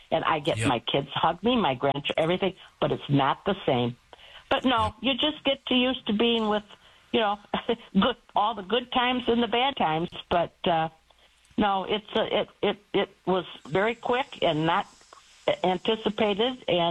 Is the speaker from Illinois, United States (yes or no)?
yes; Chicago, Illinois, United States; accent: Chicago; moved away as an adult; now in Spring, Texas, United States; And as you probably can hear, I am not a born Texan. Everybody keeps telling me I still have my Chicago accent